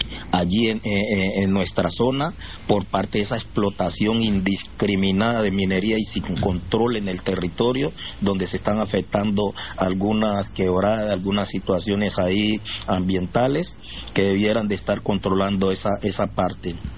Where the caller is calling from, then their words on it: Chocó, Colombia; en mi pueblo